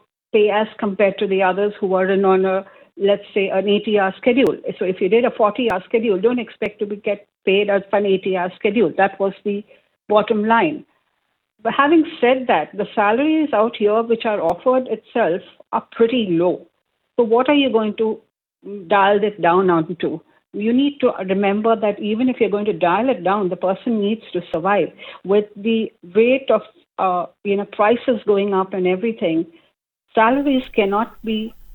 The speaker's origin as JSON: {"language": "English", "country": "India", "said": "So, Mildred, going back to the days, I come from India, and one of the things that whenever I was employed, we had a medical health checkup"}